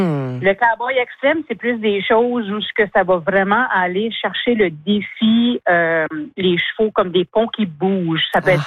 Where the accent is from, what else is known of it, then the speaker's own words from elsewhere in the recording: Edmundston, New Brunswick, Canada; also born or lived in Moncton; Ça a commencé avec mon déménagement de Moncton à Edmundston. Je suis originaire d'Edmundston.